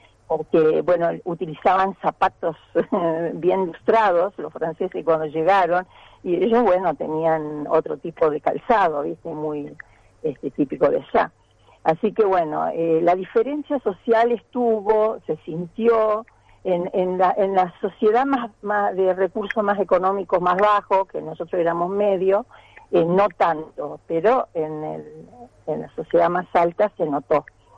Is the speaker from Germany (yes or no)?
no; Argentina; also born or lived in Algeria; bueno, ellos saben que somos argentinos. Bueno, pues, al final uno no es ni de aquí ni de allá, es como muy raro lo nuestro